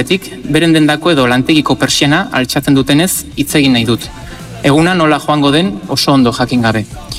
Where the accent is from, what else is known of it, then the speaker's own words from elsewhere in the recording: San Sebastián, Basque Country, Spain; Donostiakoa naiz, donostiarra naiz